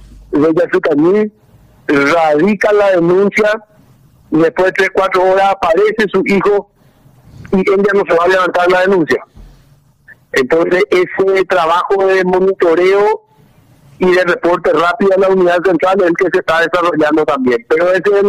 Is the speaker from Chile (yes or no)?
no; Paraguay